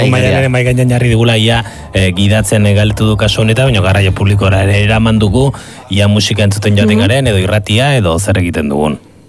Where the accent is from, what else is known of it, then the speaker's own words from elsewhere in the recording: Idiazabal, Basque Country, Spain; Bira hori gure herrian ohikoa zen, parrandetan da ordu batetik aurrera, nidia zabaldarra naiz, eta ordu batetik aurrera, haupa segura esaten genuen